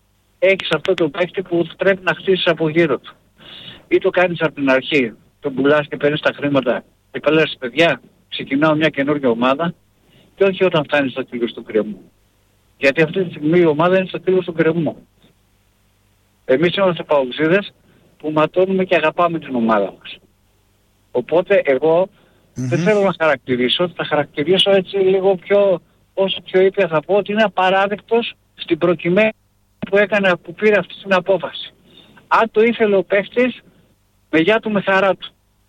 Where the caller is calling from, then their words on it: Thessaloniki, Central Macedonia, Greece; από Θεσσαλονίκη.